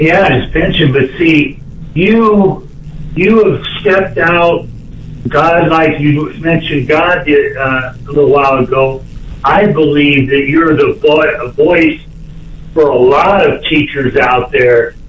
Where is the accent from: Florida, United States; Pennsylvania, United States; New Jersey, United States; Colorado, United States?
Colorado, United States; Denver; born there; my high school, East High School, downtown Denver